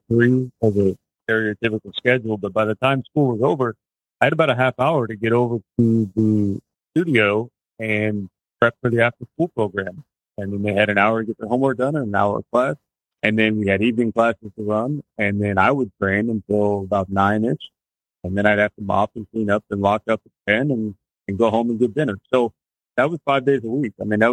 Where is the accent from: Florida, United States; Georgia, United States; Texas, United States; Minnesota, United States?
Florida, United States; Holiday; So I was born in 1987 in Pasco County, Florida. Matter of fact, between Newport Richie, Holiday is pretty much where I grew up.